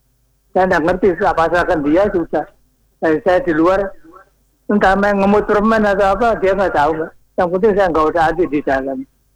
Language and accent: Indonesian; Java, Indonesia; saya ini wong Jawa, Pak.